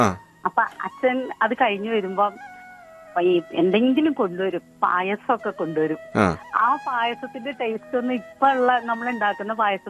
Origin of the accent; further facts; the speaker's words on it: Mananthavady, Kerala, India; Mananthavady.